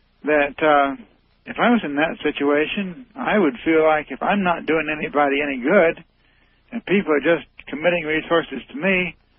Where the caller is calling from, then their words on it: Indiana, United States; I'm calling from Indiana.